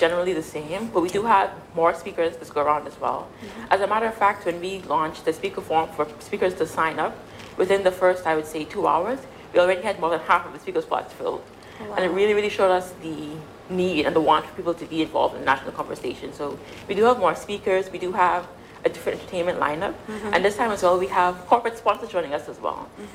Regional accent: Providenciales, Turks & Caicos Islands

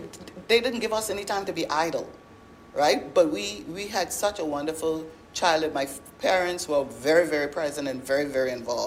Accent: South Caicos, Turks & Caicos Islands; also born or lived in Bahamas; Growing up in South Caicos was just absolutely awesome.

